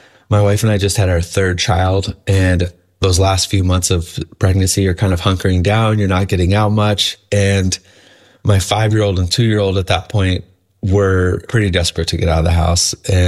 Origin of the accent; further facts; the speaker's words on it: Michigan, United States; now in California, United States; I'm from Michigan, so I grew up in Michigan and moved out to the West 21 years ago.